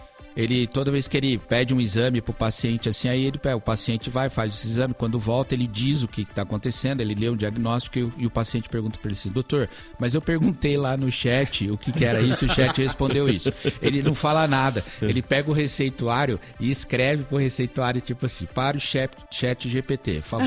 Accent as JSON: {"language": "Portuguese", "town": "Bauru", "region": "São Paulo", "country": "Brazil", "said": "lá na minha cidade, Bauru, no interior de São Paulo."}